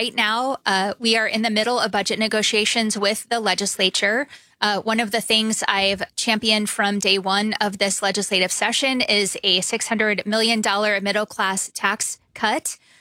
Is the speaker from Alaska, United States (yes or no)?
no; Arizona, United States; I grew up here in Arizona.